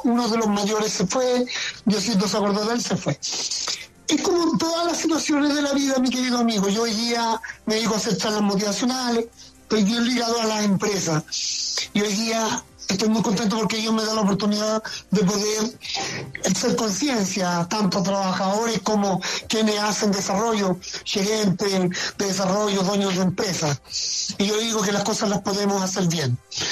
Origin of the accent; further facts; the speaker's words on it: Chile; éramos 32 mineros chilenos y un minero boliviano.